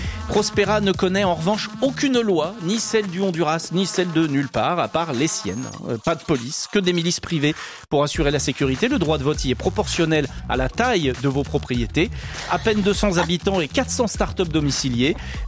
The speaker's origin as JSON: {"language": "French", "country": "Switzerland", "said": "chez nous en Suisse"}